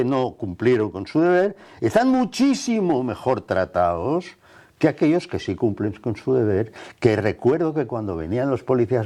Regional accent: Barcelona, Catalonia, Spain; como catalán que he sido durante 57 años, desde que nací, 57 años los pasé en Barcelona

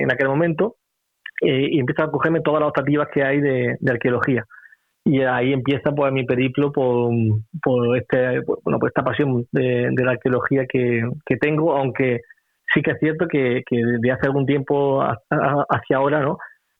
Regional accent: Jaén, Andalusia, Spain; a mi tierra, a Jaén

